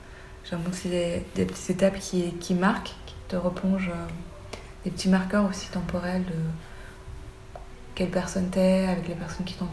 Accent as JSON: {"language": "French", "country": "Belgium", "said": "comme je suis belge au Thaï, pour des personnes blanches en Belgique, personne ne remettrait en question ma légitimité"}